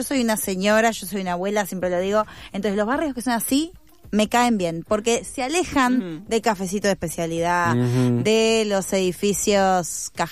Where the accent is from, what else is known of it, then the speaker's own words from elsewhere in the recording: the province, Buenos Aires Province, Argentina; born there; now in Buenos Aires, Argentina; Yo vivía en provincia cuando era chica